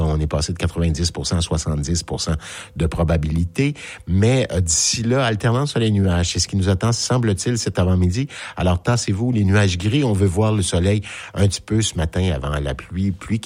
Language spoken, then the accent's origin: French; Drummondville, Quebec, Canada; ça a commencé dans mon patelin à Drummondville